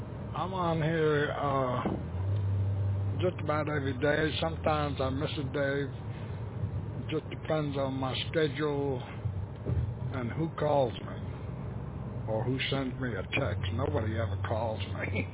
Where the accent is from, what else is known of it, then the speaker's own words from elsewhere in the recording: New York, United States; I'm from New York originally, but I live in South Carolina.